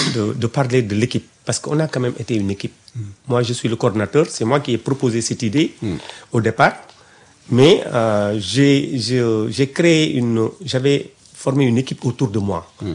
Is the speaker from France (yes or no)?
no; Germany; first language German; French is a second language; Je suis allemand de... C'est ma première langue aussi.